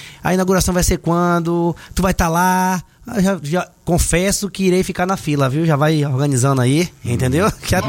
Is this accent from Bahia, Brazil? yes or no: yes; Jequié, Bahia, Brazil; Sou de Jequié.